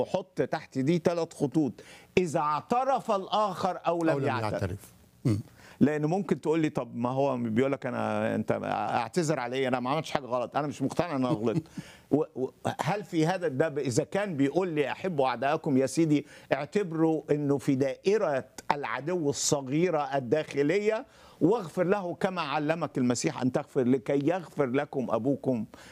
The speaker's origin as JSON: {"language": "Arabic", "region": "Upper Egypt", "country": "Egypt", "said": "زي ما عندنا في الصعيد"}